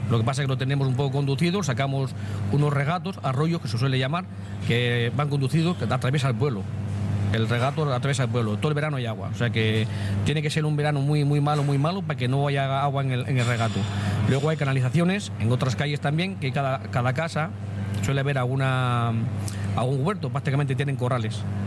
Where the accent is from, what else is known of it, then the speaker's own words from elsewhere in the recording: San Martín de Trevejo, Extremadura, Spain; pues mi pueblo es un pueblo encantador.